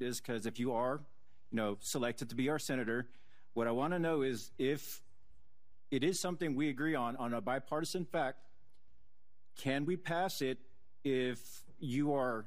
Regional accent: Killeen, Texas, United States; Well, Mr. Tallarico, I'm from Killeen, so it's about 2.5 hours.

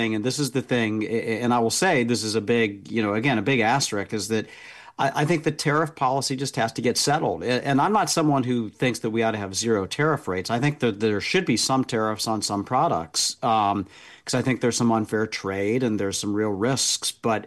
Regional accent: Indiana, United States; You know, I was just back in my home state of Indiana

